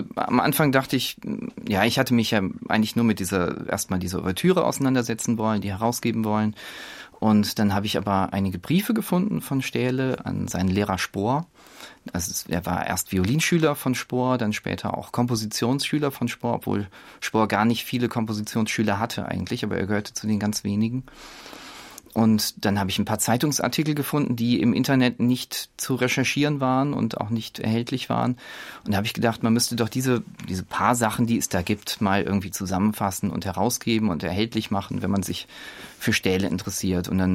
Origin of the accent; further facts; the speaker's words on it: Fulda, Hesse, Germany; also ich komme auch eben aus Fulda.